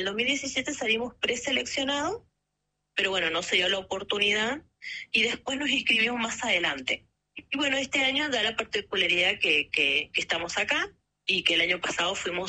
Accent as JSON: {"language": "Spanish", "region": "Formosa", "country": "Argentina", "tie": "born there", "moved": "yes", "lives_now": "Río Grande, Argentina", "said": "ambos nacimos en la provincia de Formosa. Sí. Residimos en Tierra del Fuego, Antártida, Isla del Atlántico Sur, más precisamente en Río Grande."}